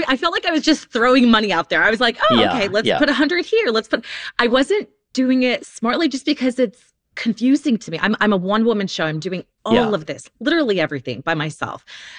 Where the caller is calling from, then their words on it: Houston, Texas, United States; I'm calling from Houston, Texas, where it is 1,000 degrees.